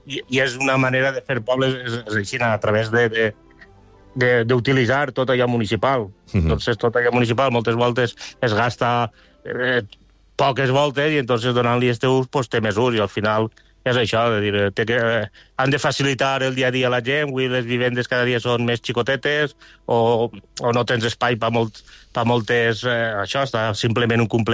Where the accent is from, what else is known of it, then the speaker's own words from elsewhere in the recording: Valencian Community, Spain; com som valencians